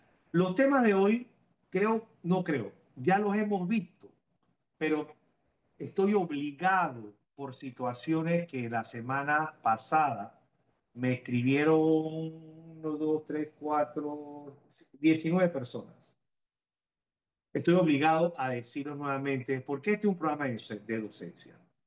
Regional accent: Panama; Orgullosamente panameño.

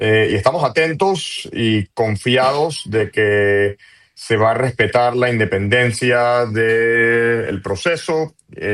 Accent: Panama; nosotros mismos como panameños

